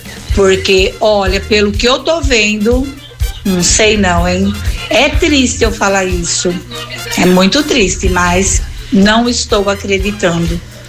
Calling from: Brazil; eu sou brasileira. Brasileira mesmo.

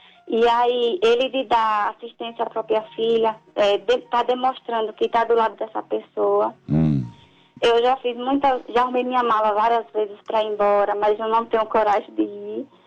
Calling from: Sergipe, Brazil; Eu falo de Sergipe.

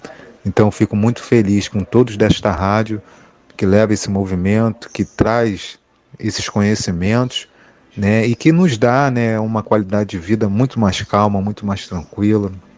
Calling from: Rio de Janeiro, Brazil; falo aqui do Rio de Janeiro, de Santa Cruz, Rio de Janeiro

